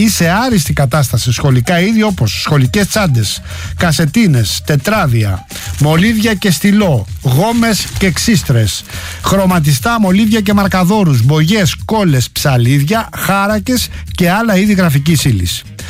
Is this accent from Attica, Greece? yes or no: yes; Marousi, Attica, Greece; στο Μαρούς, εκεί στο χωριό μου